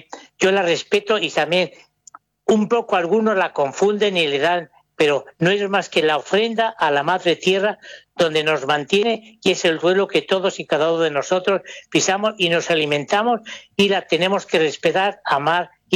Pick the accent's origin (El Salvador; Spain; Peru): Spain; Soria, Castile and León; accent: Spanish; moved away as an adult; also born or lived in Valles Calchaquíes, Argentina; now in Buenos Aires, Argentina; Yo vengo de Soria, allá de España, y llevo 56 años en la República Argentina. 4 décadas en el camino del Inca y un poquito más, y ahora llevo como 16 años aquí en Buenos Aires